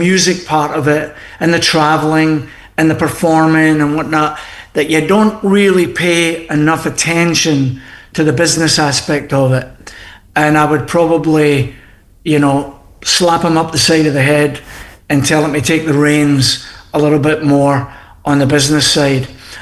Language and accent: English; Scotland, United Kingdom; now in Canada; Yeah, so you know, being Scottish